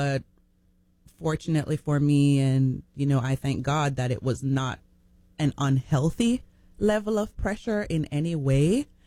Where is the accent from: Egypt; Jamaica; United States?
Jamaica; I am Jamaican.